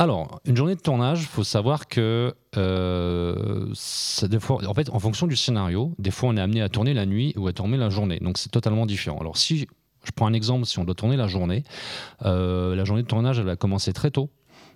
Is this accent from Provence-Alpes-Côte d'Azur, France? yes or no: no; Bourg-en-Bresse, Auvergne-Rhône-Alpes, France; born or raised there